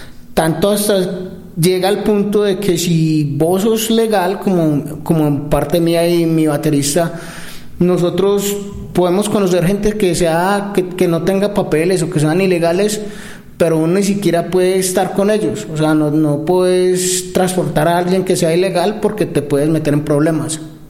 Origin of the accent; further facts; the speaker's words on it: Colombia; now in Florida, United States; nosotros somos dos colombianos que llevamos radicados en Estados Unidos aproximadamente 25 años